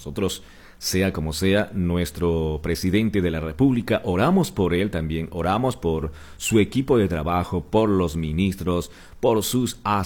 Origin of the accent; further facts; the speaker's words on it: Ecuador; mi deber como cristiano, como ciudadano ecuatoriano, como creyente en Cristo Jesús